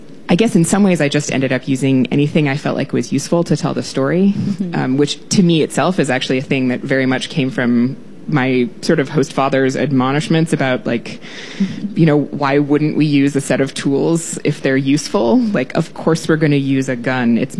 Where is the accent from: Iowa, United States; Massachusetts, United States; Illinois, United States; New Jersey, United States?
Iowa, United States; moved away; where I grew up in Iowa